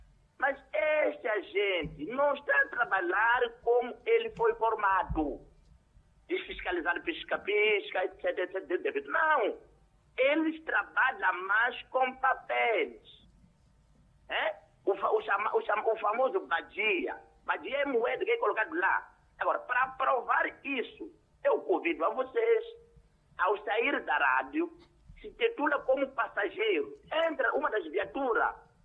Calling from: Gaza, Mozambique; Portuguese is a second language; a partir do posto administrativo de Xidengue. Peço desculpa para o meu português, eu não falo bem português.

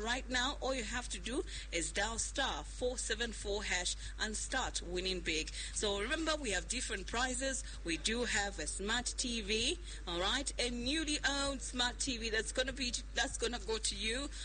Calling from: Zambia; I'm calling you from Winbig, Zambia.

